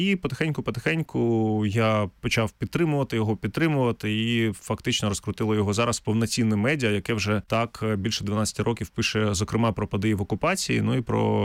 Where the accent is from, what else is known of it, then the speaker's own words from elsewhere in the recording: Luhansk, Luhansk Oblast, Ukraine; moved away as an adult; Абсолютно. Ми з Луганська. Я сам з Луганська. Більша частина нашого колективу теж з Луганська.